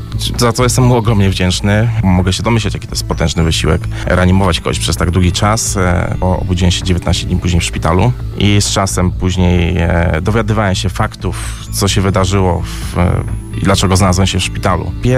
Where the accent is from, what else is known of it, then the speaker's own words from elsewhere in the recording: Poznań, Greater Poland Voivodeship, Poland; Jestem z Poznania, doszło tego pod Poznaniem, pracuję pod Poznaniem.